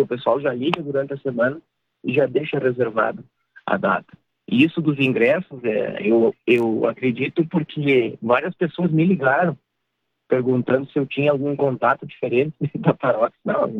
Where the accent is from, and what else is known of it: Vista Alegre do Prata, Rio Grande do Sul, Brazil